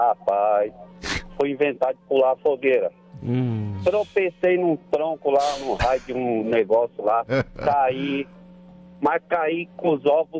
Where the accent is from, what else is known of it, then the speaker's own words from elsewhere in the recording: São Paulo, Brazil; Eu sou aqui de São Paulo.